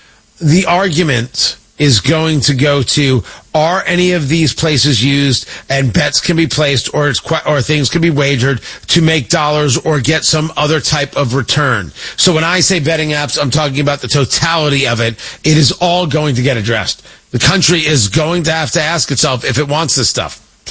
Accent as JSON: {"language": "English", "region": "New Jersey", "country": "United States", "tie": "born or raised there", "said": "I grew up in Jersey."}